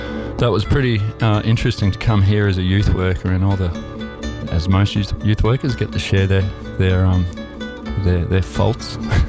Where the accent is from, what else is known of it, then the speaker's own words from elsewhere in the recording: Geelong, Victoria, Australia; born there; I was born in Geelong in Victoria.